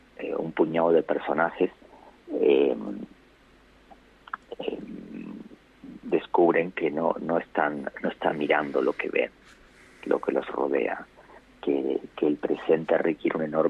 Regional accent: Argentina; moved away; Iba a decir que más allá de que mi acento haya cambiado, que yo lleve hasta el sí. más tiempo viviendo fuera de Argentina que en el país

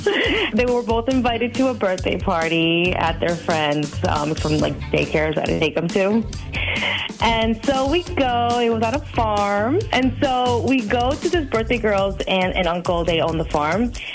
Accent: Janesville, Wisconsin, United States; I'm from Janesville.

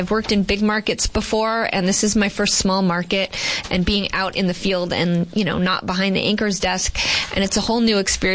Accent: Boston, Massachusetts, United States; born there; accent: Boston; I was born in Boston, Massachusetts.

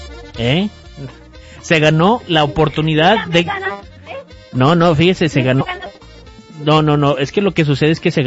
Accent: Mexico; moved away; eso me recuerda tanto a mi niñez allá en México

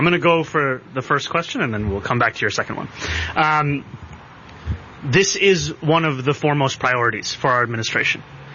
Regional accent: New York City, New York, United States; Some of my favorite memories as a kid growing up in New York City are going to the qualifiers for free before the Open began.

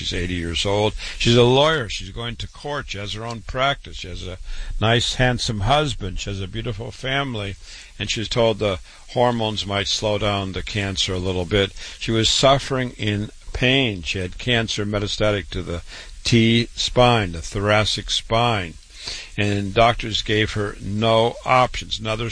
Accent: Waterloo, Iowa, United States; born and raised in Waterloo, Iowa, went to public school, university

